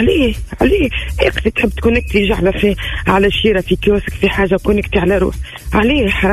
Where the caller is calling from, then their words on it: Djerba, Medenine, Tunisia; أنا جاية من جربة لتونس